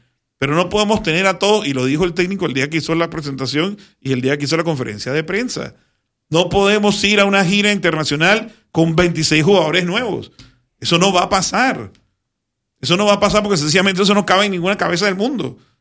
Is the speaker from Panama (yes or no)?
yes; Panama; nosotros mismos como panameños